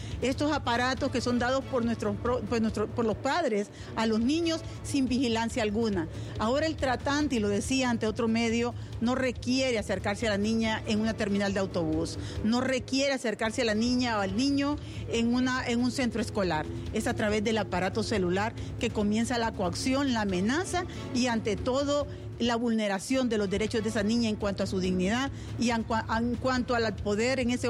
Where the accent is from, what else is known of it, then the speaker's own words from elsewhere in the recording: Honduras; Somos seres humanos, somos hondureños